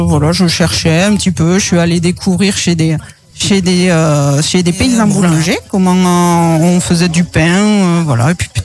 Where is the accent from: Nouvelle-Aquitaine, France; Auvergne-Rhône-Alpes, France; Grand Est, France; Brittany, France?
Auvergne-Rhône-Alpes, France; Lorette